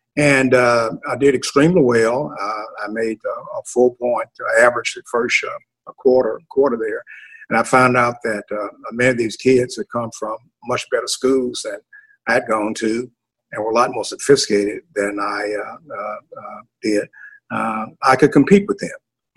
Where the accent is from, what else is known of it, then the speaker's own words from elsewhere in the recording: Arkansas, United States; moved away as an adult; Growing up in Arkansas